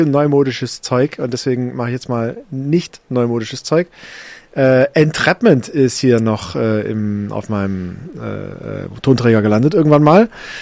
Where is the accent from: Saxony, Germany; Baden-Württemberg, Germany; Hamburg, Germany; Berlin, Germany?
Baden-Württemberg, Germany; vor allem da, wo ich herkomme, ist Radio auch durchweg scheiße. Also, also in Baden-Württemberg ist alles, SWR und so